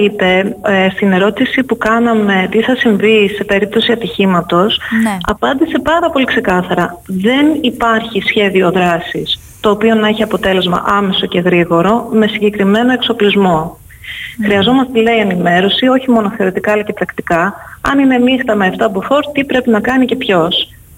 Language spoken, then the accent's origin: Greek; Netherlands; Είμαι από την Ολλανδία.